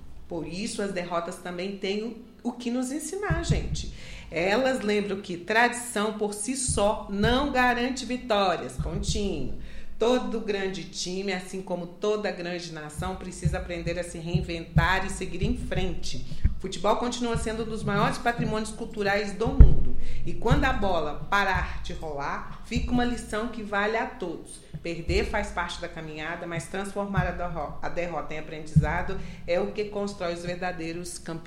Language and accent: Portuguese; Brazil; a gente é brasileiro e cada um tem um ponto de vista.